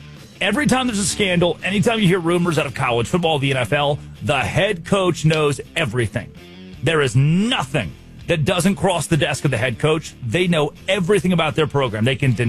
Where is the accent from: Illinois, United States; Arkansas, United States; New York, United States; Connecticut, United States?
Arkansas, United States; I grew up in Arkansas. I grew up in deep South Arkansas.